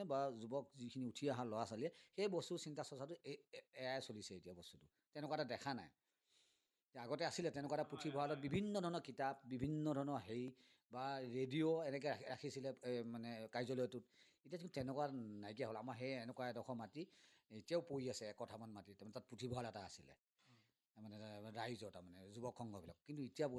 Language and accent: Assamese; Kamgaon, Assam, India; মোৰ ঘৰ ৰহা কামগাঁও।